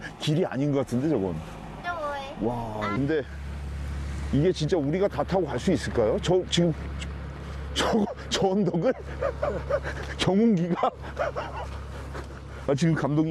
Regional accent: South Korea; born there; 제가 저희 고향에서 멀지 않은 곳 금산 인삼이라

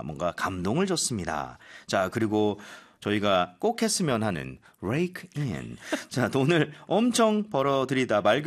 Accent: Goseong, South Gyeongsang, South Korea; 어머, 저희 고향입니다. 경남 고성.

